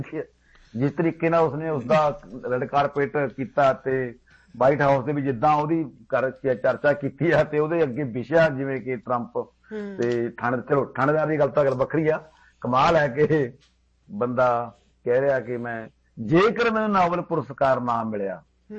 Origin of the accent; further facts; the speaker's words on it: Punjab, India; ਚਲੋ ਸਰ, ਮੇਰਾ ਪਿੰਡ ਨਾ ਜੀ ਮਤਲਬ ਪੁਆਧੀ ਖੇਤਰ ਦਾ ਪਿੰਡ ਹੈ, ਹਰਿਆਣੇ ਤੋਂ ਥੋੜੀ ਜਿਹੀ ਦੂਰ ਬਾਰਡਰ ਤੇ ਪੈਂਦਾ, ਪਛੜੇ ਹੋਏ ਇਲਾਕੇ ਦਾ ਪਿੰਡ ਆ ਮੇਰਾ।